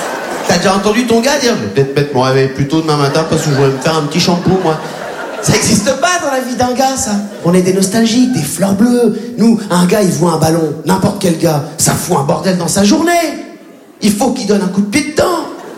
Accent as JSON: {"language": "French", "country": "Réunion", "tie": "born or raised there"}